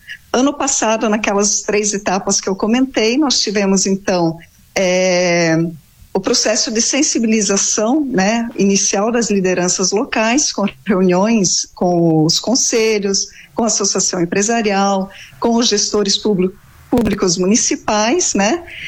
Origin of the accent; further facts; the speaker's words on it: São João do Oeste, Santa Catarina, Brazil